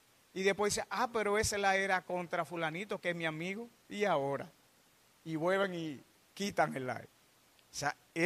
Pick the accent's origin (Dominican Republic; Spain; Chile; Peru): Dominican Republic; quiero hacerle un llamado a que como dominicanos asumamos un compromiso ético